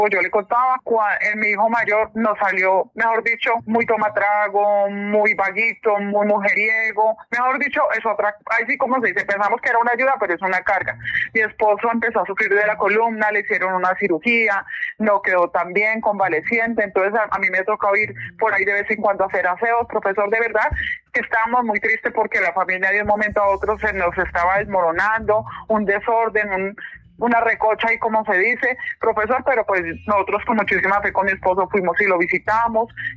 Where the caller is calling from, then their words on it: Puerto Nare, Antioquia, Colombia; Yo estoy llamando aquí de Puerto Nara, Antioquia.